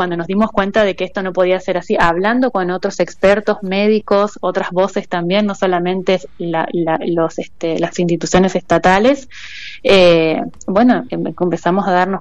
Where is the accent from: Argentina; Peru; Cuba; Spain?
Argentina; Paraná, Entre Ríos; moved away as an adult; now in Colonia Ensayo, Argentina; Yo soy de Paraná, de la ciudad de Paraná